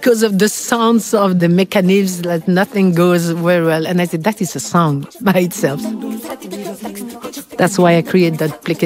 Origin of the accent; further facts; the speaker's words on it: France; accent: French; English is a second language; was always asking me because my French accent.